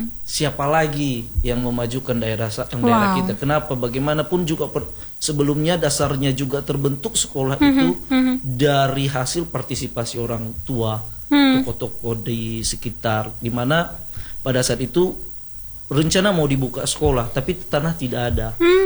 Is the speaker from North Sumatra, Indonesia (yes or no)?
yes; North Sumatra, Indonesia; Botu Muzoi itu kebetulan kampung kami.